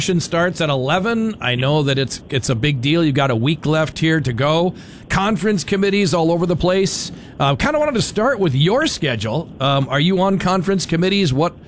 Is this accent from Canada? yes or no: no; Minnesota, United States; growing up on Pelican Lake in Otter Tail County, it's so funny.